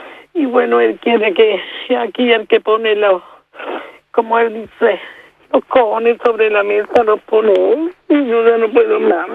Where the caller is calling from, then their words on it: Catalonia, Spain; No vivo en Pineda de Mar, pero vivo muy cerca.